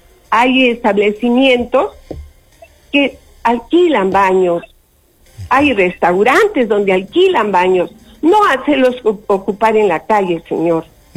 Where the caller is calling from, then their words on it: Arequipa, Peru; Como arequipeña